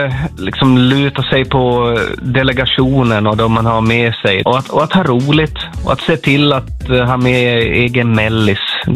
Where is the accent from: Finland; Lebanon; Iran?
Finland; Ostrobothnia; Vi höll på med en egen turné hemma i Österbotten